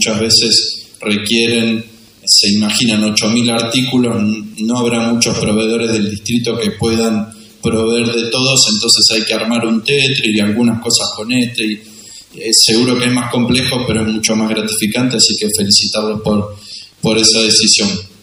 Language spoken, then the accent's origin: Spanish; Maipú, Buenos Aires Province, Argentina; moved away; Yo vengo de un pueblo incluso más chico que Bolívar, se llama Maipú, somos 10.000 habitantes. Es un pueblo gobernado por el radicalismo y de 10.000 habitantes.